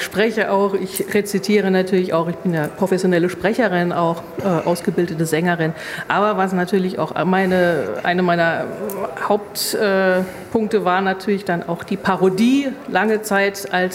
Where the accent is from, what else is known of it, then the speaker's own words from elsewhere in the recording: Mannheim, Baden-Württemberg, Germany; moved away as an adult; now in Kaiserslautern, Germany; Ich komme ja ursprünglich aus Mannheim, bin jetzt seit bald 18 Jahren hier in Kaiserslautern